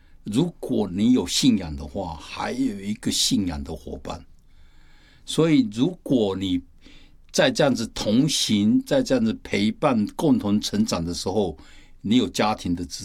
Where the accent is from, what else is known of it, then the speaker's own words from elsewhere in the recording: China; 我们中国人讲的是事倍功半